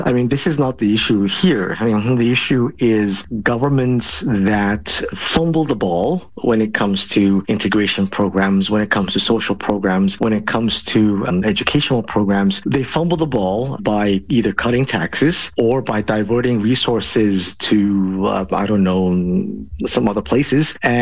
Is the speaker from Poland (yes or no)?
no; Malmo, Skåne, Sweden; English is a second language; When I travel to other parts of Europe and I tell them I'm from Malmo, they're like, oh, yeah, that's a very dangero